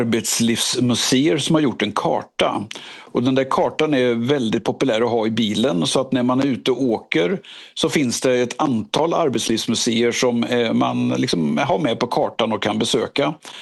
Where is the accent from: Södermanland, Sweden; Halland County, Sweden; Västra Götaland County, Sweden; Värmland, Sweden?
Västra Götaland County, Sweden; Ja, jag är ju västgöte